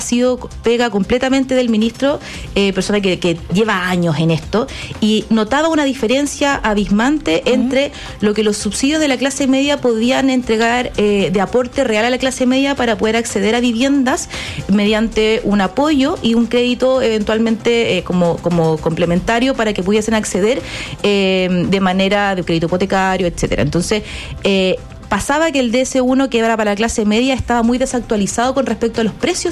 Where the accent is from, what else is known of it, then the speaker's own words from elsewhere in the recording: Valparaíso, Chile; soy porteña